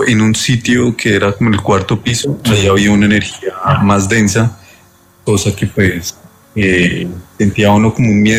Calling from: Tena, Cundinamarca, Colombia; Yo les hablo desde Tena, Cundinamarca.

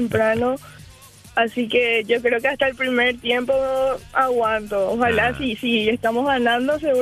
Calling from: Villa Elisa, Central, Paraguay; De Villa Elisa

